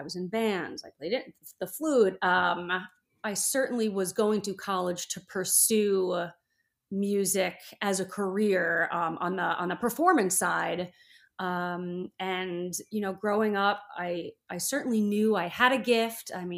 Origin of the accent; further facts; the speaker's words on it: New York, United States; I did grow up in New York.